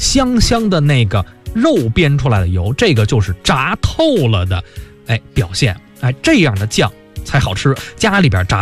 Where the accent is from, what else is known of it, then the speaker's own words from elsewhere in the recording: Beijing, China; 您说咱们北京人对于炸酱的要求高，确实是